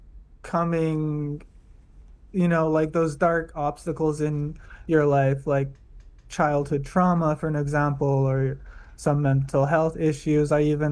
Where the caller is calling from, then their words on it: Quebec, Canada; Miss Tisney, Quebec.